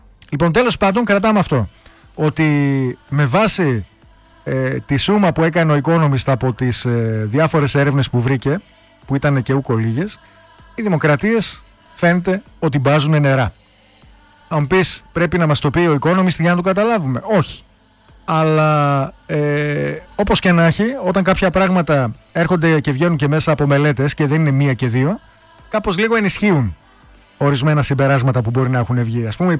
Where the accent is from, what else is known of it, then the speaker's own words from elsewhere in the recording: Greece; εμείς ως Έλληνες